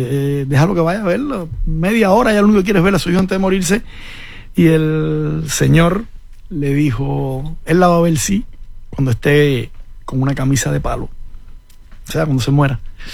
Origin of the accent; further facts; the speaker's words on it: Cuba; moved away; En Cuba, en mi pueblo ahí, uno de los líderes más grandes o que más mediático era en la oposición en Cuba era de mi pueblo